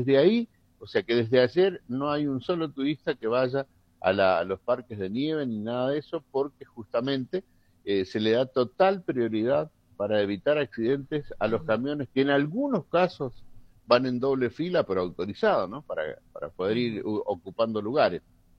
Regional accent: Mendoza, Argentina; lo decís porque sos mendocino.

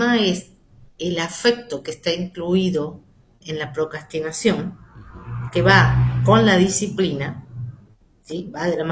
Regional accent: Argentina; soy argentina

